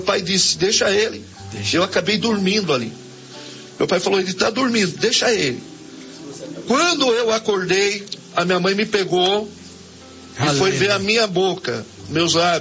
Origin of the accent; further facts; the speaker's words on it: Bragança Paulista, São Paulo, Brazil; A igreja Deus e Amor tinha acabado de chegar lá na minha cidade, lá em Bragança Paulista.